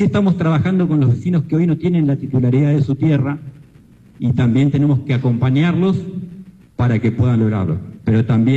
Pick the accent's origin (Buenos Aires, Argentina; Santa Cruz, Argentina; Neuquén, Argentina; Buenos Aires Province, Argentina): Neuquén, Argentina; Junín de los Andes; born or raised there